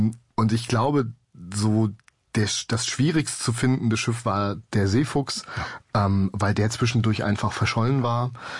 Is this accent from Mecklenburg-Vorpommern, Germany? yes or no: yes; Rostock, Mecklenburg-Vorpommern, Germany; born there